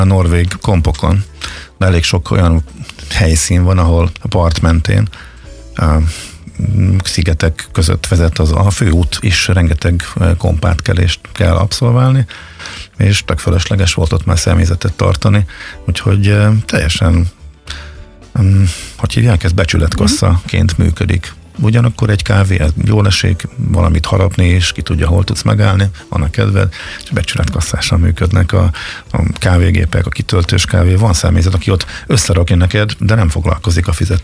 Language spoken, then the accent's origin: Hungarian; Zalaegerszeg, Zala, Hungary; a Zalaegerszegen nőttem föl